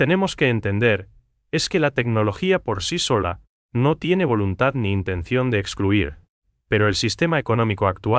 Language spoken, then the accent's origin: Spanish; Paraguay; Si nosotros, como paraguayos